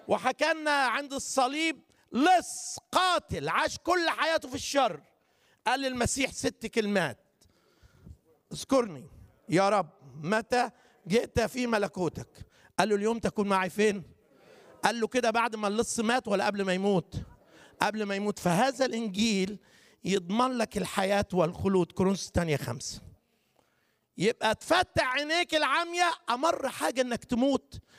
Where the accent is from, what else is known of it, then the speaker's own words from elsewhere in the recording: Upper Egypt, Egypt; عندنا في الصعيد